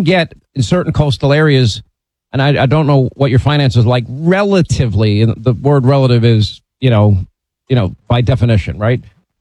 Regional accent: Long Island, New York, United States; now in Florida, United States; And the beauty is, like, where I grew up in Long Island, we'd go to places, a place called Jones Beach or Point Lookout Beach, where my friend John Gomez lived.

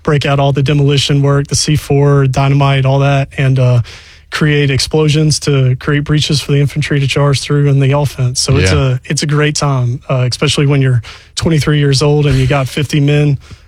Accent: Columbus, Georgia, United States; So I'm from Columbus, Georgia. Wasn't a military brat.

